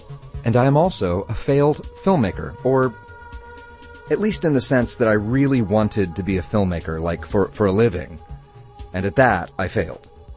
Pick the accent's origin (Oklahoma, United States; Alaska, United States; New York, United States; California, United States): Oklahoma, United States; my home state of Oklahoma